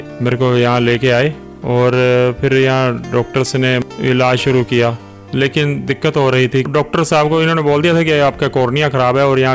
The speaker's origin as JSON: {"language": "Hindi", "area": "Kurukshetra district", "region": "Haryana", "country": "India", "tie": "born or raised there", "said": "मेरा जन्म डिस्ट्रिक्ट कुरुक्षेत्र शाहबाद मारकंडा के पास गांव कलसाना है, वहाँ हुआ। और गांव में रहे"}